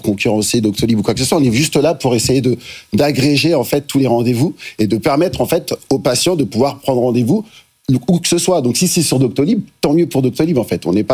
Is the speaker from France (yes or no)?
yes; Lyon, Auvergne-Rhône-Alpes, France